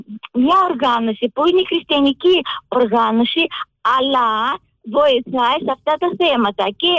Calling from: Nea Smyrni, Attica, Greece; από τη Νέα Σμύρνη.

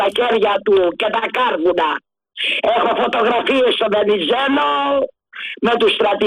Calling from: Greece; Είμαστε Έλληνες και Χριστιανοί.

